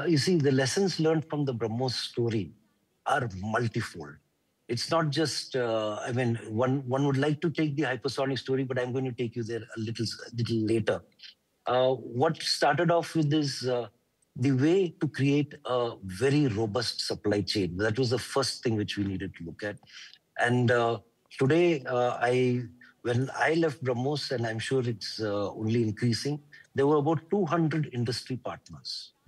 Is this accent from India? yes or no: yes; India